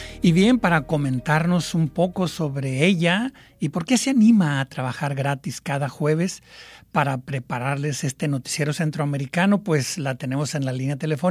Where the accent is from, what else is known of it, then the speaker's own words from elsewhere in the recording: Mexico; yo le voy a decir una cosa, yo soy mexicano, pero en los ochentas, casi 6 años estuve como activista del Movimiento por la Solidaridad con El Salvador